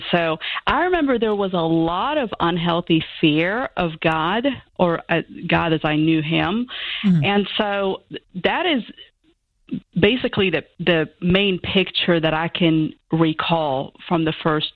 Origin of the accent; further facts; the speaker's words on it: Casablanca, Casablanca-Settat, Morocco; And what I remember mainly about growing up in Morocco is, you know, I was the baby in a family of five siblings, and I was born and raised into an Islamic household.